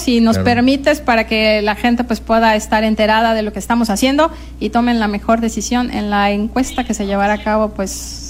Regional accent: Guerrero, Mexico

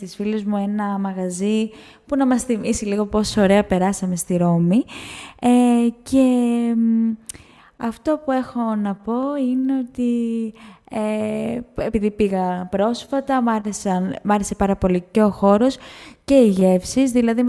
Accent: Kalamata, Peloponnese, Greece; moved away; το Πάσχα είχα πάει με τις φίλες μου στην Καλαμάτα, επειδή είμαι από Καλαμάτα

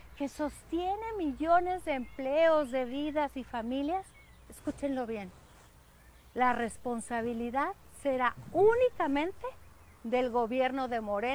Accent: Mexico; Soy mexicana, gobernadora de un gran estado fronterizo y la integridad de nuestro territorio no se negocia.

